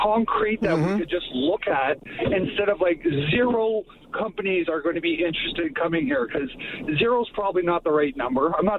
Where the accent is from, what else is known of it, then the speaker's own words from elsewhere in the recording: Quebec, Canada; born there; I was born in Quebec. I lived through the 95 referendum.